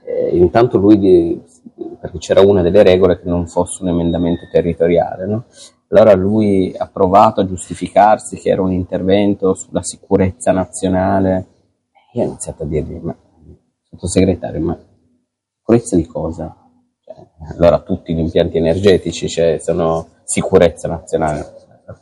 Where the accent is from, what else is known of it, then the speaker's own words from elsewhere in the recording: Turin, Piedmont, Italy; Io sono torinese